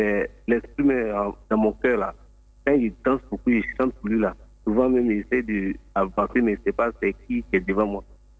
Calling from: Oumé, Gôh-Djiboua, Côte d’Ivoire; Appel de Oumé, département de Oumé.

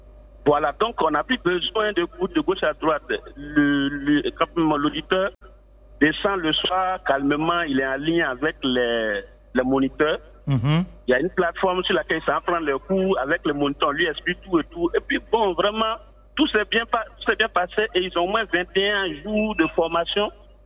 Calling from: Abidjan, Côte d’Ivoire; Je vous appelle de Cocody.

